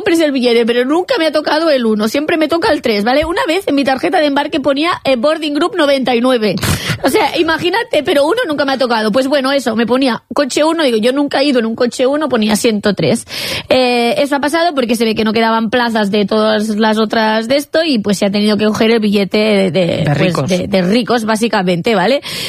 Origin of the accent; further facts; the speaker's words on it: Catalonia, Spain; yo pensaba que no podía ser más catalana, pues... Pues ahora soy más catalana aún.